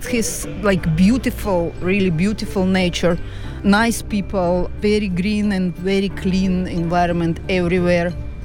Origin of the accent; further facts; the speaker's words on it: Russia; English is a second language; moved away as an adult; now in Slovenia; when I told somebody that I'm from Russia, okay, a lot of people that heard my Slovene language, you are like from Ukraine or Russia.